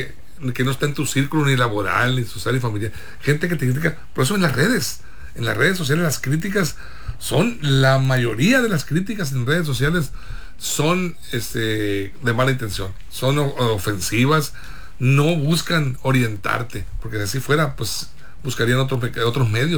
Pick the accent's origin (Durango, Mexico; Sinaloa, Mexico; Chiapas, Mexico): Sinaloa, Mexico; Guamúchil; Algo que está vendiendo un amigo que se llama Leonardo, allá en mi tierra, como siempre.